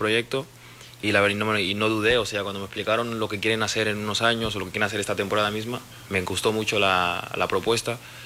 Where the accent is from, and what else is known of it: Barcelona, Catalonia, Spain